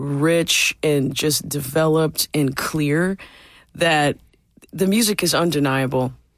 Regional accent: Houston, Texas, United States; And I grew up like in the Houston area

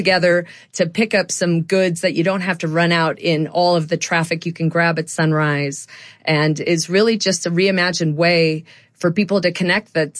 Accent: Phoenix, Arizona, United States; we're expanding and to my hometown in Phoenix

